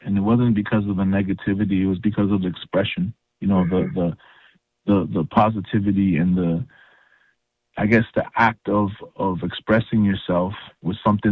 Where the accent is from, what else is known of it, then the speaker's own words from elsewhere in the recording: Saskatoon, Saskatchewan, Canada; born there; also born or lived in Calgary; So I was born in Saskatoon, Saskatchewan, and I'm originally from the Muskaugan and Cody First Nations in Saskatchewan as well, Treaty 4 area.